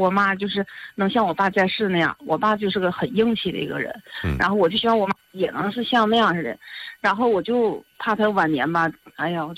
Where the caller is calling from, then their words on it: Jilin, China; 我家是吉林这边的。